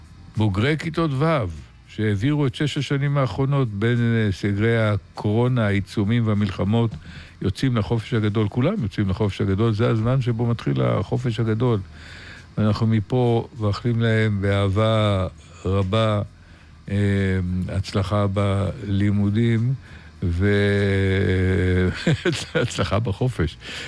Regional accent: Rehovot, Central District, Israel; מרחובות, עיר הולדתי

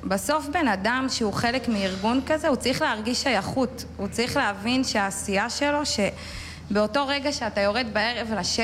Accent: Sha'al, Northern District, Israel; אני ממושב שעל בצפון רמת הגולן, בת של חקלאי גם, וחקלאית בעצמי, משק חקלאי.

